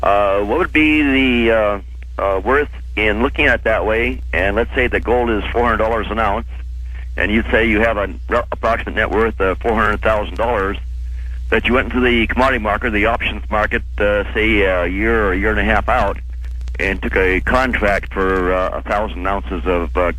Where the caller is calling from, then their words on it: Vancouver, Washington, United States; Yes, I'm calling from Vancouver, Washington.